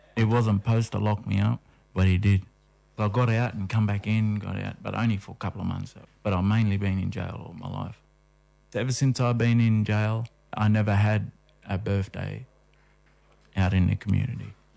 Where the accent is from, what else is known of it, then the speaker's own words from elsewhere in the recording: Walgett, New South Wales, Australia; born there; I was around 5. My mum let me go and live up Walgett with my father, family